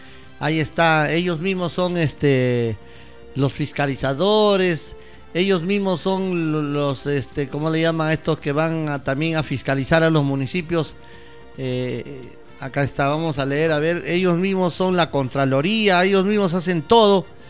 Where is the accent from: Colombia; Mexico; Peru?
Peru; Mazamari, Junín; porque somos de Masamari.